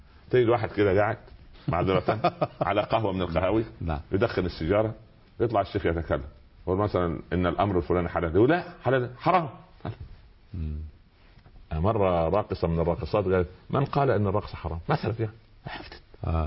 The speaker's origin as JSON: {"language": "Arabic", "country": "Egypt"}